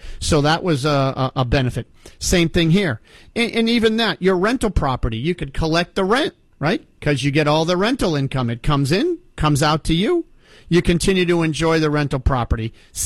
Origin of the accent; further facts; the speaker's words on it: Ohio, United States; give you a shout out for being from Ohio, because that's my home state.